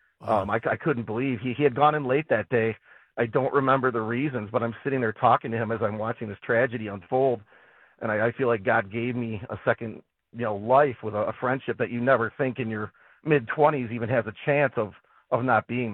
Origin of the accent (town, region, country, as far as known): Milford, United States; born or raised there